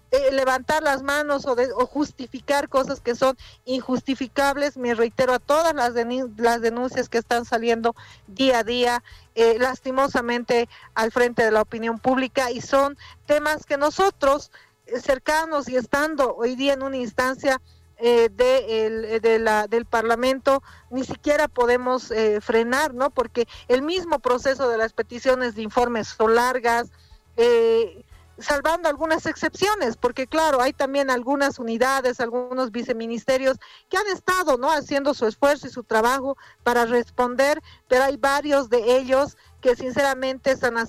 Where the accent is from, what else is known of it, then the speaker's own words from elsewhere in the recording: El Alto, La Paz, Bolivia; como es mi ciudad natal, la ciudad del Alto